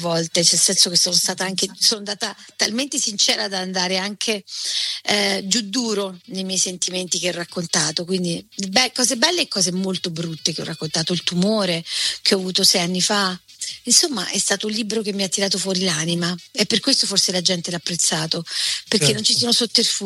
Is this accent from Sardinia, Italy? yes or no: no; Torre Annunziata, Campania, Italy; now in Rome, Italy; da quando ero ragazzina a Torre Annunziata, che è in provincia di Napoli, fino ad arrivare da Napoli a Roma